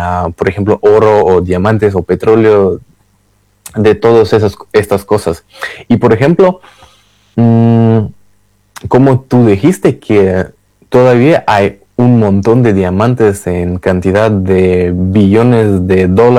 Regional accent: Russia; Spanish is a second language; now in Saint Petersburg, Russia; Yo soy como ciudadano ruso

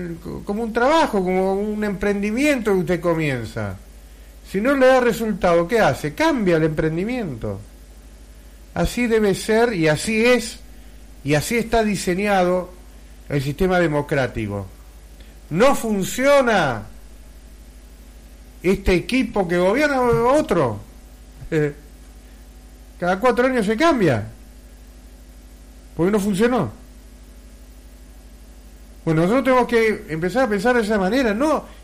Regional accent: Argentina; nos divide como argentinos.

